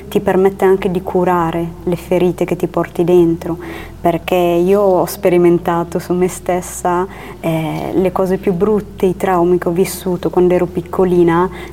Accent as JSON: {"language": "Italian", "country": "Ethiopia", "tie": "born or raised there", "said": "tornare in Etiopia è stato bello perché comunque ho ritrovato la mia terra e nelle persone, nell'ambiente, nella natura, perché io poi avevo tanti ricordi anche proprio del mondo che mi circondava"}